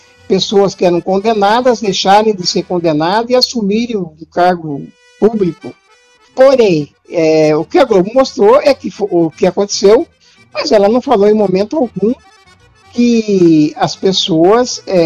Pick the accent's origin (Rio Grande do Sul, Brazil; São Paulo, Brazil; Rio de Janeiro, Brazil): São Paulo, Brazil; Piracicaba; aqui eu sou de Piracicaba, né, interior de São Paulo.